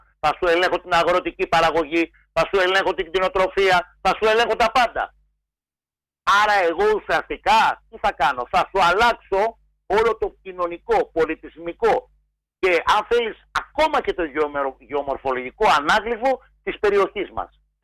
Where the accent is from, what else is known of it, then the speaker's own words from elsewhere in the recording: Oktonia, Central Greece, Greece; Εγώ κατάγομαι από την Οκτωνιά. Πήγαινε σήμερα να δεις την Οκτωνιά, ένα καφενείο και τέσσερα σπίτια. Αυτό που κάποτε ήταν κεφαλοχώρι.